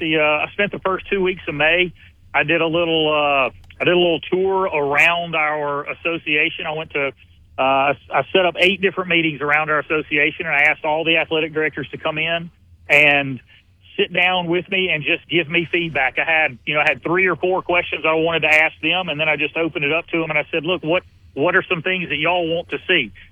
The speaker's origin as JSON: {"language": "English", "town": "Canton", "region": "Mississippi", "country": "United States", "tie": "born or raised there", "said": "I grew up in Canton, and we were a AA school."}